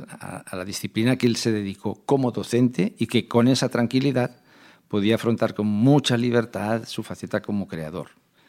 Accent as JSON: {"language": "Spanish", "region": "Canary Islands", "country": "Spain", "tie": "born there", "said": "Tiene 5 hijos, 4 de los cuales nacimos en Canarias, cuando él fue destinado como catedrático de dibujo a la Universidad de La Laguna, para la Escuela de Magisterio."}